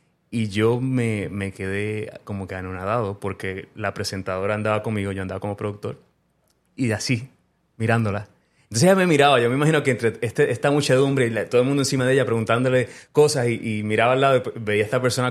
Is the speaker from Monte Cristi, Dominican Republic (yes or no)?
no; San José de las Matas, Santiago, Dominican Republic; dominicana, de San José de las Matas, mi papá de Los Montones, mi mamá de Las Brujas. Y yo sé que mi acento pues es un poquito diferente, pero...